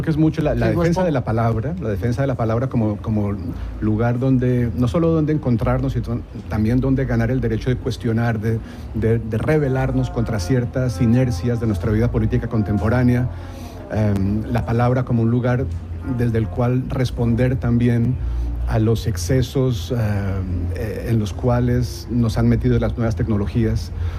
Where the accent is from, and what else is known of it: Colombia; moved away